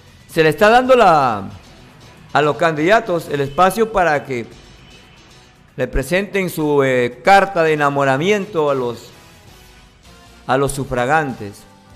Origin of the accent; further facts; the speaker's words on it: Tambogrande, Piura, Peru; soy tamborandino, camotero, con mucho orgullo, con mucha honra